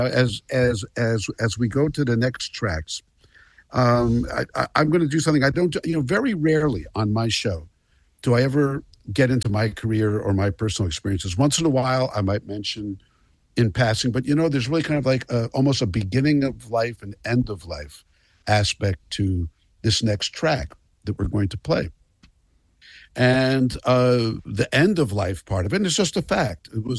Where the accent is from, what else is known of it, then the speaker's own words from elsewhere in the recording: Bergen County, New Jersey, United States; I was growing up in Burton County, New Jersey, which is not that far, but the George Washington Bridge was in between